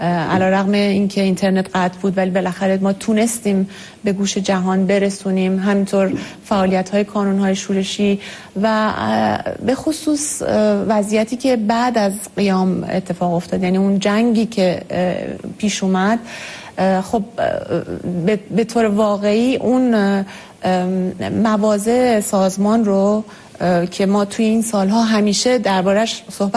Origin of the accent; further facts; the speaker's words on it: Iran; خب متوجه میشن ما ایرانی هستیم.